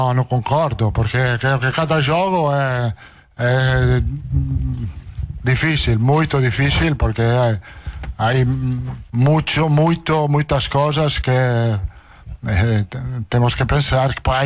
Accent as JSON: {"language": "Portuguese", "country": "Italy", "second_language": "Portuguese", "moved": "yes", "lives_now": "Brazil", "said": "Me sinto bem, italiano, brasileiro, eu sou italiano."}